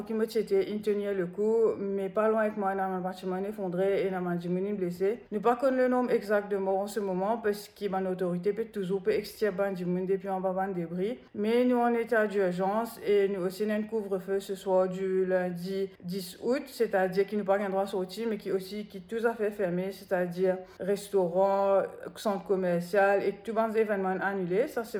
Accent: Mauritius; Mais moi, en tant que Mauricien, je suis bien touchée

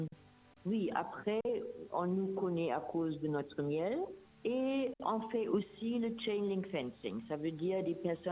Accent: Germany; moved away as an adult; now in Rodrigues, Mauritius; Je suis déjà depuis 29 ans à Rodrigue et je viens de l'Allemagne.

